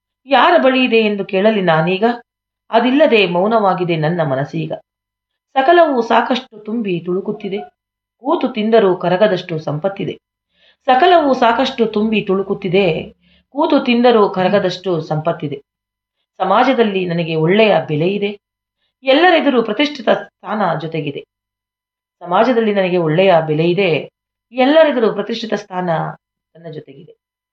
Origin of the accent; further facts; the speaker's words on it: Kuskur, Karnataka, India; ನನ್ನ ಊರು ಕುಸ್ಕೂರು, ಒತ್ತೂರು ಪೋಸ್ಟ್, ಶಿವಮೊಗ್ಗ.